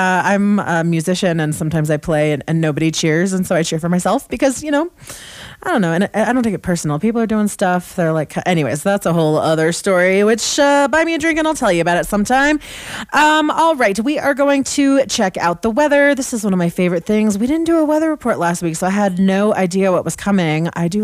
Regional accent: California, United States; now in Grand County, Colorado, United States; I'm from Northern California

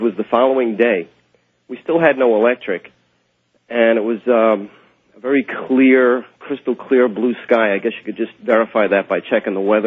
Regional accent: Long Island, New York, United States; I'm from Long Island, New York.

